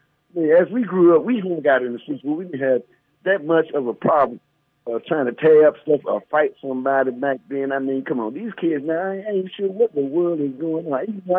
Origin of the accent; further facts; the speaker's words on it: Wilson, North Carolina, United States; Yeah, you know it. I'm from Wilson.